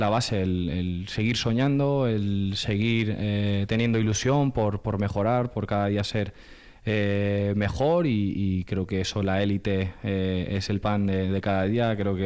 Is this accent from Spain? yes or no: yes; Jávea, Valencian Community, Spain; Bueno, al final Javea es mi pueblo de toda la vida.